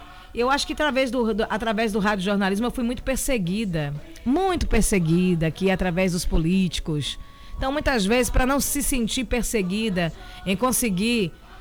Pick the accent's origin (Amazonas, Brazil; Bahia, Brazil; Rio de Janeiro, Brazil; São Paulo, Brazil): Bahia, Brazil; Itabuna; moved away as an adult; eu sou itabunense, filha dessa terra, nasci no Manuel Novaes, me criei no Pontalzinho, mais precisamente na rua Henrique Alves, estudei na escola Lúcio Oliveira, no colégio Dona Amélia Amado